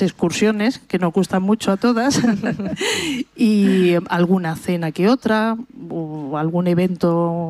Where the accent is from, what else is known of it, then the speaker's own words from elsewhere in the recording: Madrid, Community of Madrid, Spain; born there; also born or lived in Las Ventas de San Julián; Bueno, pues yo no soy de ventas, soy nacida en Madrid, pero mis padres que están por aquí abajo son los dos venteros y desde mi infancia, bueno, pues he tenido mucha relación con el pueblo.